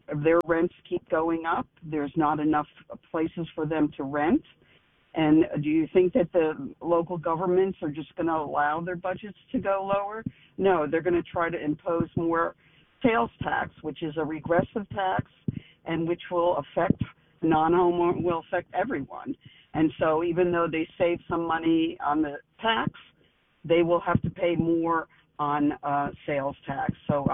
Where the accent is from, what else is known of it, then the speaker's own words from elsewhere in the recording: Orlando, Florida, United States; from Orlando. I'm a homeowner